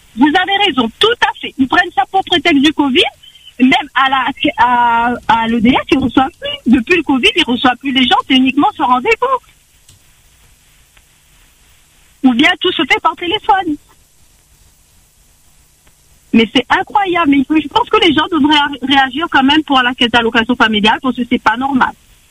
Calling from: Saint-Pierre, Réunion; j'habite à Saint-Pierre.

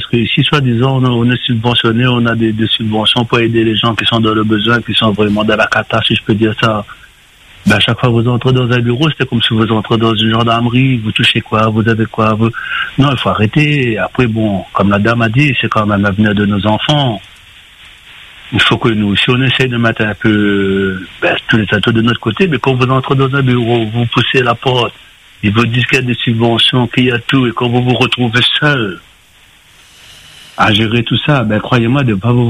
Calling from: Réunion; ici à La Réunion

